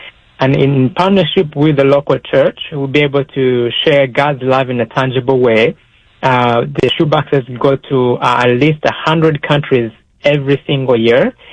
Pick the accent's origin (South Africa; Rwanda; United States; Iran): Rwanda; Growing up in Rwanda at a time when that tribal unrest was at its greatest, it was such a difficult time.